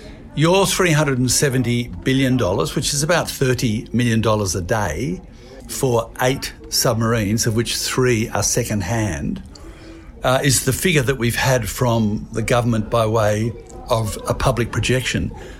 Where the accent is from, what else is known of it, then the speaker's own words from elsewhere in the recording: Australia; as Australian people